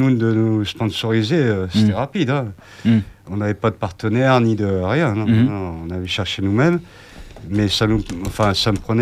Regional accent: Paris, Île-de-France, France; now in Bordeaux, France; Moi, je suis plutôt natif de Paris, tu vois.

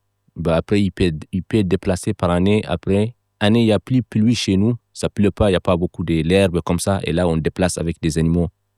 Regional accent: Kaédi, Gorgol, Mauritania; moved away as an adult; Je viens de Mauritanie. Je suis né en 1995 à Kaïdi. C'est une ville de Mauritanie. Mon âge, c'est 30 ans.

